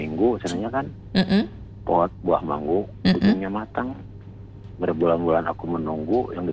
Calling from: Garut, West Java, Indonesia; salam silaturahmi, salam persaudaraan dari saya dari Garut itu dengan daerahnya Pak KDM.

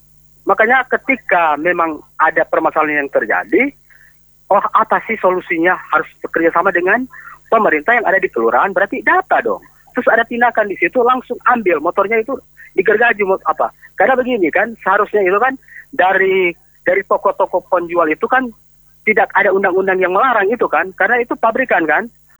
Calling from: North Sulawesi, Indonesia; saya juga orang Minahasa Selatan

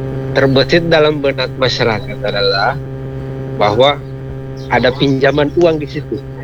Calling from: Sigi, Central Sulawesi, Indonesia

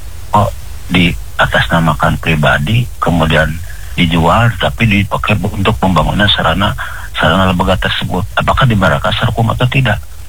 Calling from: Bandung, West Java, Indonesia; saya dari Bandung Timur

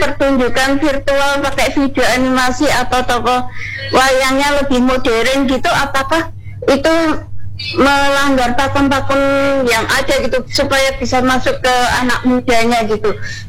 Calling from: Surakarta, Central Java, Indonesia; Saya dari Mbak Oma di Surakarta.

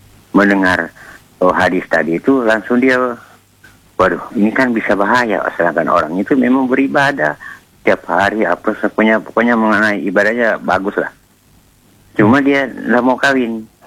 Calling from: Kubu Raya, West Kalimantan, Indonesia

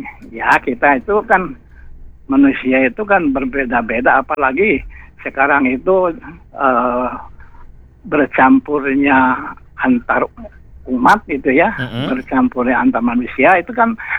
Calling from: Lebak, Banten, Indonesia; Maja itu kabupatennya Lebak.

